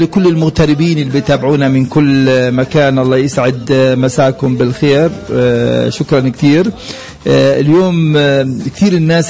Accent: Palestine; هاي الأمور طبعا أثرت بشكل كبير علينا كفلسطينيين بشكل عام.

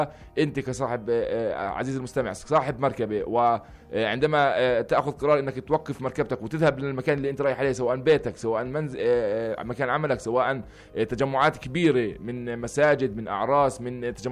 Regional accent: Palestine; وحتى احنا كمجتمع فلسطيني عبد

